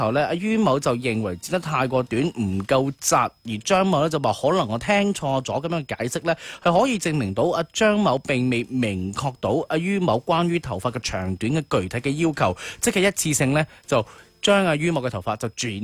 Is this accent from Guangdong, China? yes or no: yes; Guangdong, China; 有时候我哋广东人成日讲嘅一句呢就係咩呢，加料不加价下。